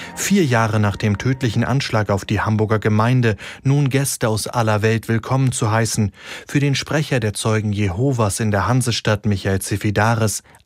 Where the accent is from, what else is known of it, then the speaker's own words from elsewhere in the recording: Ukraine; die große Freude, die ich hier miterleben darf, irgendwie in die Ukraine mitnehmen kann. Denn in meiner Heimat haben wir ehrlich gesagt leider schon vergessen, was Freude überhaupt ist.